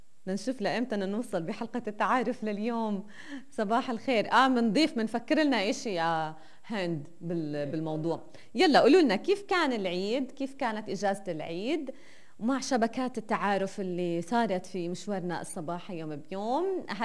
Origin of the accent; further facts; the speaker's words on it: Asira ash-Shamaliya, Nablus Governorate, Palestine; كل البلد بتعرف اني انا من عصيرة.